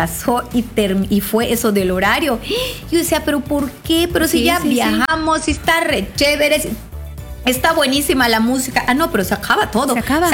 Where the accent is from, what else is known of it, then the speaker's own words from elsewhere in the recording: Mexico; Y algo que somos los mexicanos, somos muy festejadores.